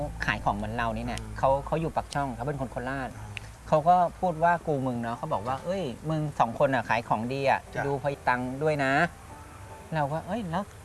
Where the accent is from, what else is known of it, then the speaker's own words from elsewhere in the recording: Lopburi, Thailand; าบ้านผมอยู่ลพบุรีอยู่ลำลายที่ไอ้ผมเอามะนาวมาขาย